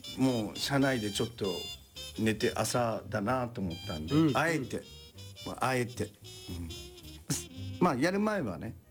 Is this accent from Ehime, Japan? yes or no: no; Kawauchi, Fukushima, Japan; 自分のふるさとでこうやって最後は川内小唄歌って